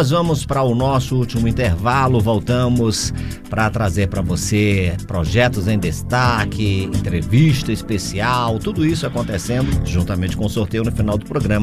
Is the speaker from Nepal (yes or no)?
no; Teresina, Piauí, Brazil; now in Brasília, Brazil; minha querida Teresina, minha cidade natal, Teresina, no Piauí